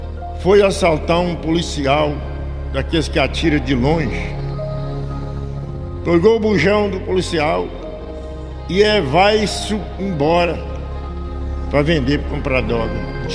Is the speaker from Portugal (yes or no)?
no; Brazil; eu sou brasileiro, igual você também, eu moro no Brasil